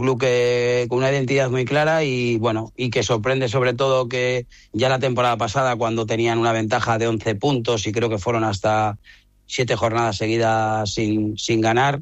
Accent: Valladolid, Castile and León, Spain; olvidándome un poco que soy de Valladolid y del Valladolid

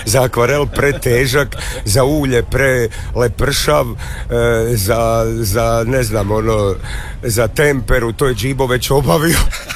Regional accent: Split, Split-Dalmatia County, Croatia; now in Zagreb, Croatia; Kako svaki put bio ovdje dva dana ili dva mjeseca ili 20 dana, pošto sam otišao 95. dulje sam u Zagrebu nego što sam u Splitu.

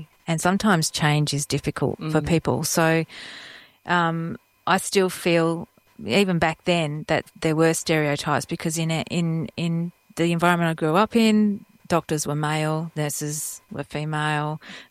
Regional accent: Harvey, Western Australia, Australia; growing up in Harvey was my foundation.

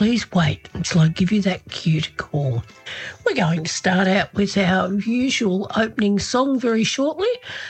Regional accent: Horsham, Victoria, Australia; I'm broadcasting from my hometown of Horsham in the heart of the Woomera region of Western Victoria.

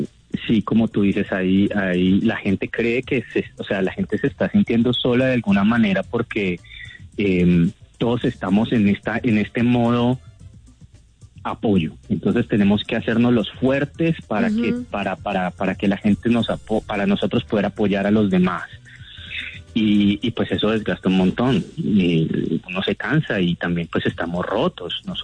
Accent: Cali, Valle del Cauca, Colombia; entender que como caleños y caleñas estamos pues juntos en esta situación

